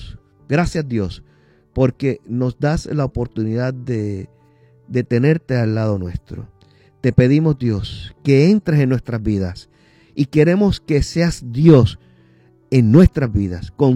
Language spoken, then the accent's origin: Spanish; Caguas, Puerto Rico; nosotros somos de Caguas